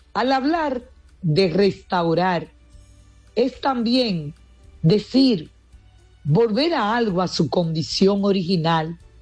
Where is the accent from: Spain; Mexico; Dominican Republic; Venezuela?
Dominican Republic; Y hoy podemos decir que somos República Dominicana.